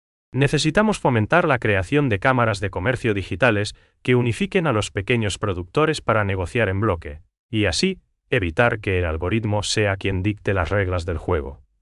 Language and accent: Spanish; Paraguay; para que realmente nos beneficie a nosotros, los paraguayos.